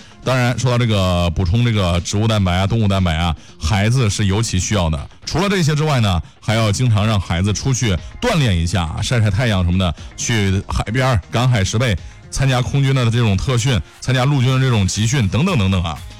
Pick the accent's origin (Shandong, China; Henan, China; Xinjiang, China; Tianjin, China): Henan, China; Yuzhou County; 我们老家尉迟县的这个豆腐脑啊